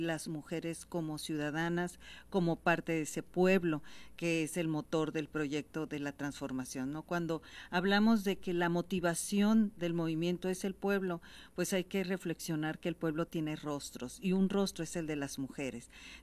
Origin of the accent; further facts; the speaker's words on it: Hermosillo, Sonora, Mexico; Nací en Hermosillo, fui presidenta municipal, estudié aquí, he sido diputada local aquí.